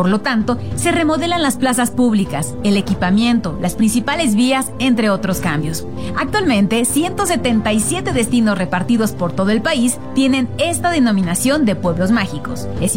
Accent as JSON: {"language": "Spanish", "country": "Mexico", "said": "con lo que somos como mexicanos, nuestros lugares."}